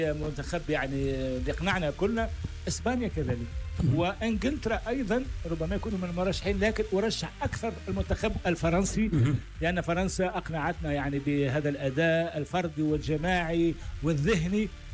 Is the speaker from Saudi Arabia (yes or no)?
no; Tunisia; now in France; أنا لا أنتمي إلا إلى تونس